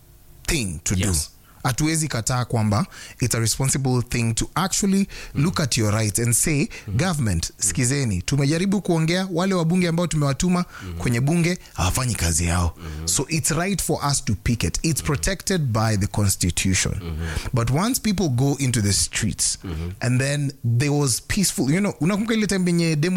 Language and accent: English; Kenya; I'm a Kenyan.